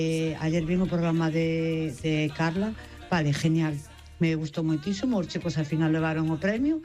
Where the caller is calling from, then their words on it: Oleiros, Galicia, Spain; de Oleiros.